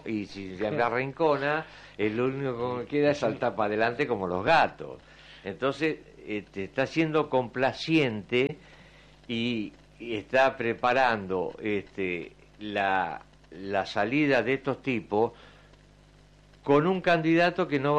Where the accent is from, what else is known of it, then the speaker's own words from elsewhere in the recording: Buenos Aires Province, Argentina; los bonaerenses nos calentamos todos